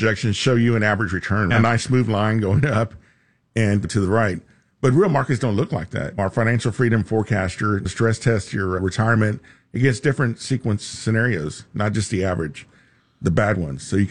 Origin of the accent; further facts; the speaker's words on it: Houston, Texas, United States; because I grew up in Southeast Houston, so you know, we're right there near the about 40 minutes from the Gulf of Mexico or Galveston.